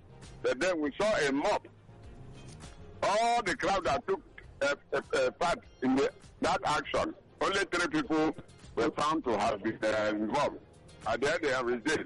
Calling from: Lagos, Nigeria; calling from Okota.

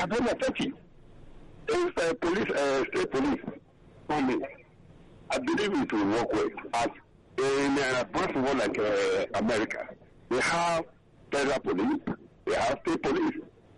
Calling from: Lagos, Nigeria; Okay, from Abulegba.

